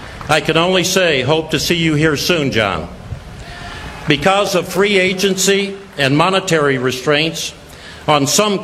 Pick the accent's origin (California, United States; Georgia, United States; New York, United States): California, United States; Selma; they formed the first Little League and Babe Ruth Leagues in my hometown of Selma, California.